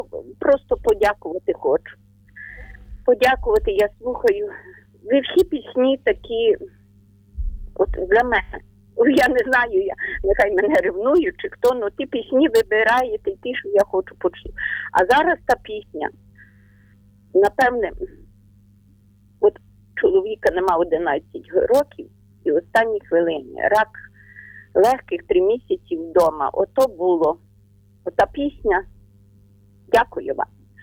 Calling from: Ternopil Oblast, Ukraine; Доброго підвечірка, нас так кажуть. Я з України. Ми з України. Тернопільщина.

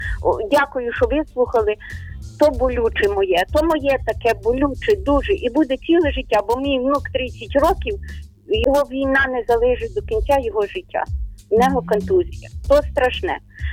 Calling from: Ternopil Oblast, Ukraine; Я із України. Тернопільщина

